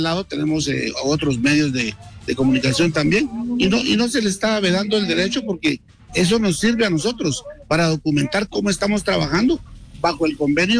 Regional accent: Guatemala

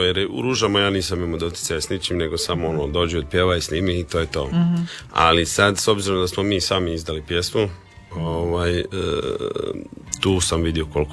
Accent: Pag, Zadar County, Croatia; Rodom sam ja sa Paga, a tamo u krugu Zadra, tu u Vrsima, baš imamo apartman

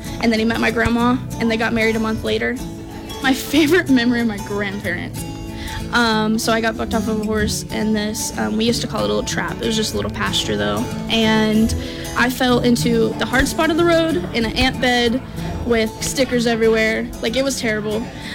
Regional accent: Midland, Texas, United States; Growing up in Midland, I definitely got to see the differences of the oil and gas industry and the Western horse cattle industry.

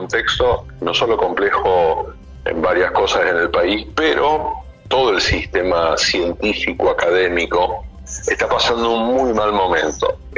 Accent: Rosario, Santa Fe, Argentina; moved away as an adult; estar acá en Rosario, Santa Fe, Argentina. Yo soy de Rosario, elegí volver acá.

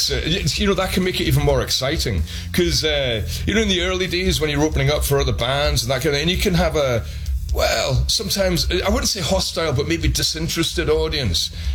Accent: United Kingdom; accent: mixture of Geordie and Glasgow; also born or lived in Newcastle upon Tyne, United Kingdom / Glasgow, United Kingdom; now in Paris, France; So my accent is a weird accent. I've got a mixture of Geordie, which is the northeast of England, and Glasgow, which is the west coast of Scotland.

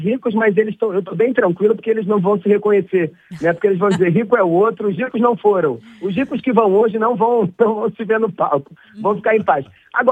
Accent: Rio de Janeiro, Brazil; now in São Paulo, Brazil; Eu sou carioca, hoje moro em São Paulo, mas estou animadíssimo para esse reencontro com a cidade, que é de onde eu saí, de onde eu formei boa parte do meu jeito de pensar, do meu jeito de falar

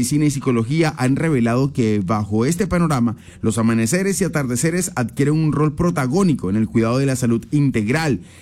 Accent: Valledupar, Cesar, Colombia; yo por defender sinceramente mi tierra, y también se ven atardeceres muy hermosos en Valledupar

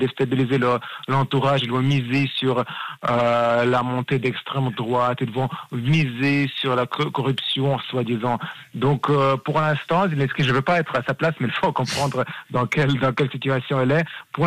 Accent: Ukraine; French is a second language; quand on est ukrainien, on sait qu'on est porteur de certaines valeurs

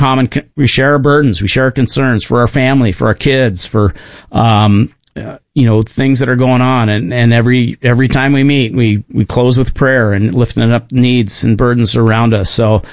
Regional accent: Harvey, North Dakota, United States; also born or lived in Seattle area; now in Wilsonville, United States; my first memories are growing up in North Dakota. My dad was a pastor, and I remember about 4 years old, I remember moving out from the Seattle area to a little tiny town called Harvey, North Dakota.

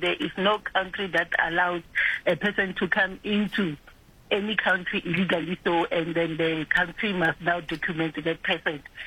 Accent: South Africa; we as South African citizens

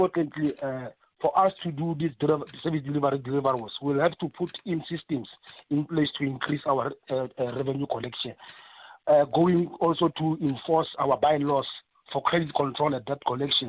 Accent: Botshabelo, Free State, South Africa; I'm also born and bred in Botshabelo municipality as a resident.

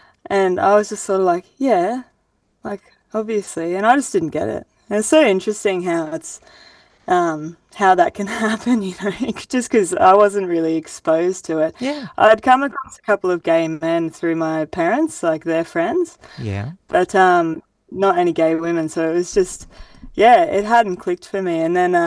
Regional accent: Grafton, New South Wales, Australia; born or raised there

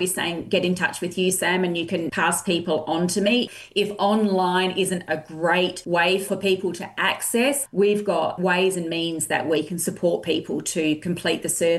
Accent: Adelaide, South Australia, Australia; And how exciting that it's in my hometown of Adelaide too, which is just fabulous.

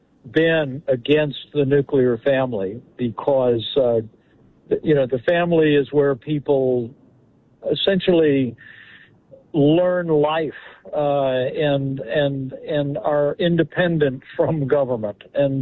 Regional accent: Indiana, United States; born or raised there

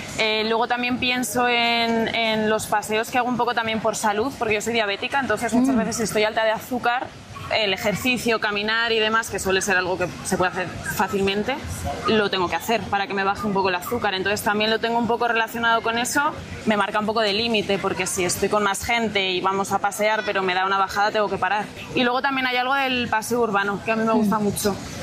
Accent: Segovia, Castile and León, Spain; Sí, sí, yo soy de Segovia.

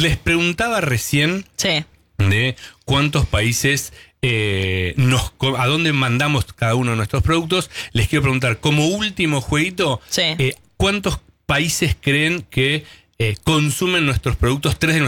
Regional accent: Tucumán, Argentina; Sí, eso siempre somos tucumanos.

